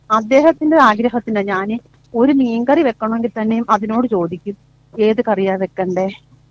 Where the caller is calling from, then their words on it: Kerala, India; ഞാൻ പുതിയകാവ്